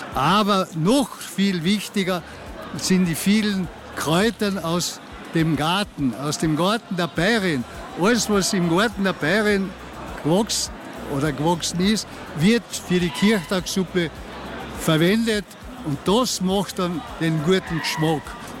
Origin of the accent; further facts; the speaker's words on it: Villach, Carinthia, Austria; Dipsuppen, die wir da traditionell bei uns in Villach kochen, ist das Fleisch nach dem Kochen.